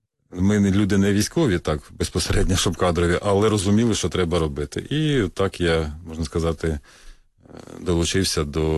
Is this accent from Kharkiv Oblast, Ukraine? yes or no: yes; Kharkiv, Kharkiv Oblast, Ukraine; Я сам з Харкова, да.